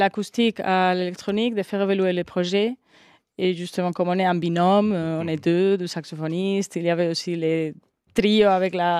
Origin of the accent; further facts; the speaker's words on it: southern Spain, Spain; French is a second language; moved away; Nous venons de l'Espagne, tous les deux du Sud.